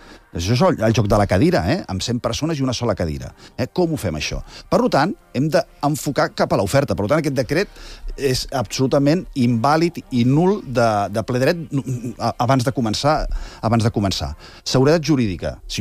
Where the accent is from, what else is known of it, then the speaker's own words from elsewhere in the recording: Barcelona, Catalonia, Spain; els que viu per aquí, som de Barcelona